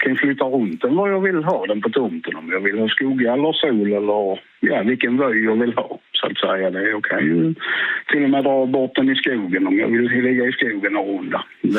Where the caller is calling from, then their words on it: Skåne, Sweden; Mitt är i centrala Skåne, lite norr om Hur. Så det är ganska precis mitten av Skåne.